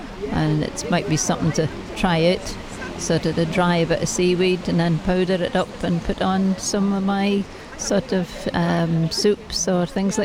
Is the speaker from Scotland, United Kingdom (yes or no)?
yes; Haroldswick, Scotland, United Kingdom; now in Lerwick, United Kingdom; I'm originally from Haroldswick in Unst. I live in Lerwick now, but Haroldswick was where I grew up.